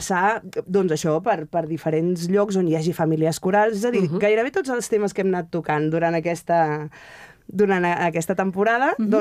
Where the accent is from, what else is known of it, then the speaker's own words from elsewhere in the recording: A Coruña, Galicia, Spain; born there; jo vaig néixer a La Corunya, filla de catalans